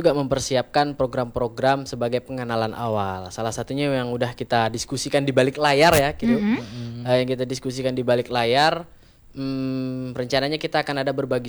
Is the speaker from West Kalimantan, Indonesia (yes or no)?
yes; Sanggau, West Kalimantan, Indonesia; tapi ada juga kita-kita dari daerah. Seperti saya aslinya dari Sanggau.